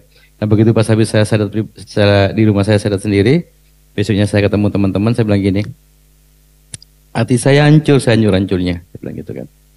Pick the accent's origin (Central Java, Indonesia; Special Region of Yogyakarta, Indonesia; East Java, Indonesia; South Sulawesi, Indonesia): East Java, Indonesia; Malang; Kan emang kan saya dari Malang, emang saya waktu itu kebetulan kita waktu itu habis menang.